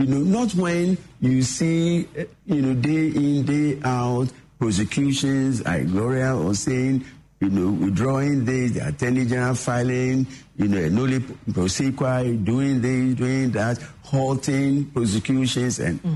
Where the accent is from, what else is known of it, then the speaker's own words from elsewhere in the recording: Ghana; There are certain things that, as a Ghanaian, I think we shouldn't make, heavy weather off.